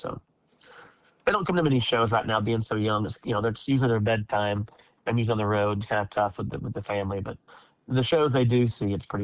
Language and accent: English; Leander, Texas, United States; I grew up in Leander, just, you know, east of you guys, so not far from y'all, and went to Leander High School just like my parents did